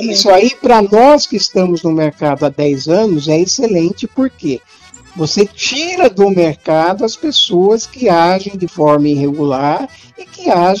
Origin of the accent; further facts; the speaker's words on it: Piracicaba, São Paulo, Brazil; aqui eu sou de Piracicaba, né, interior de São Paulo.